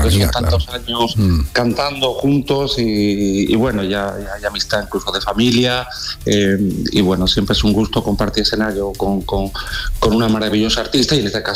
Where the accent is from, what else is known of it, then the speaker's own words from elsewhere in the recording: Jerez de la Frontera, Andalusia, Spain; sobre todo pues volver a mi tierra, Jerez de la Frontera, a mi casa